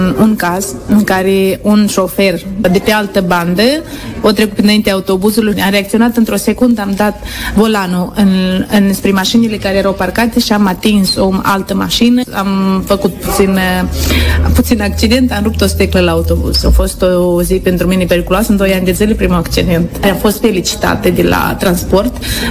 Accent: Stolniceni, Hîncești District, Moldova; moved away as an adult; now in Santander, Spain; vin din Republica Moldova, satul Stolniceni, raionul Hâncești. La momentul de față mă aflu în Spania, Santander

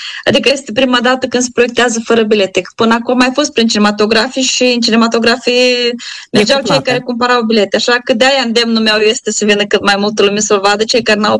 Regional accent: Fundurii Vechi, Glodeni District, Moldova; Funduri Vechi este satul meu de Baștină. Am filmat în casa părinților mei, am filmat în casa bunicilor mei

